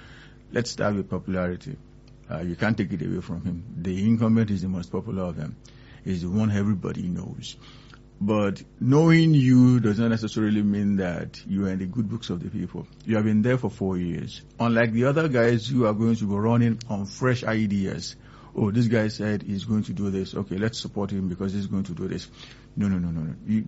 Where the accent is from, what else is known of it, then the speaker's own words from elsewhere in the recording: Osun, Nigeria; I'm not from Ekiti State. I am from Osun State.